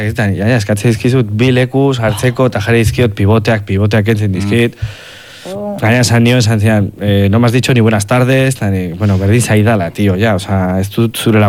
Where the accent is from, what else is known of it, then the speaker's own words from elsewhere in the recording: Pamplona, Navarre, Spain; ni batuarekin noa, nik ez dute euskalkirik, Iruñakoa naiz.